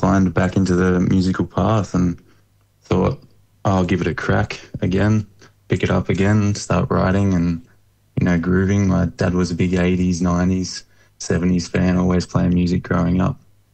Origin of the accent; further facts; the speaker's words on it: Lakes Entrance, Victoria, Australia; I grew up in Lake Entrance on the edge of the world there in Victoria, on the beach in the country.